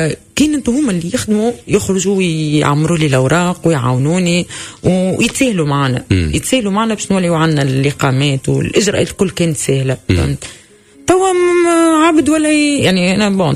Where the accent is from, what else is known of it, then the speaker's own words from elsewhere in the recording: Tunisia; moved away as an adult; now in South Korea; انت منين انا نقول له تونس